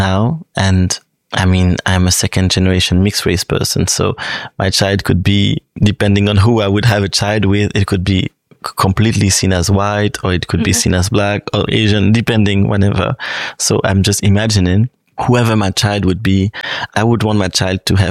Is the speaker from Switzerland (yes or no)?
yes; Romandy, Switzerland; I am from the French part of Switzerland